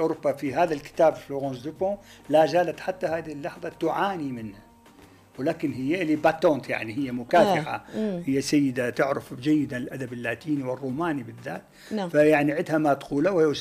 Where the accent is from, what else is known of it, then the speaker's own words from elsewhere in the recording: Iraq; moved away as an adult; now in France; لأنه أنا من جيت من العراق إلى فرنسا كان لدي دعوتين